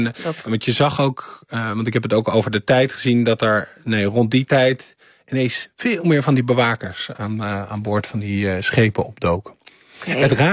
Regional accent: Netherlands; hallo, ik ben een onderzoeksjournalist uit Nederland.

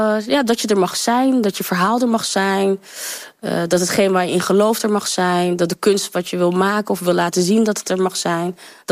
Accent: Paramaribo, Suriname; accent: Haarlem; now in Haarlem, Netherlands; Ik kom van Paramaribo in Haarlem. Sommigen vonden dat ik een Haarlems accent had.

